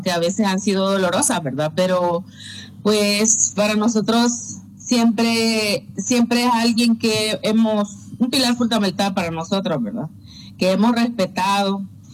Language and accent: Spanish; Nicaragua; born there; Con mi mamá, pues, fuimos exiliadas y yo nací en Nicaragua en el 85.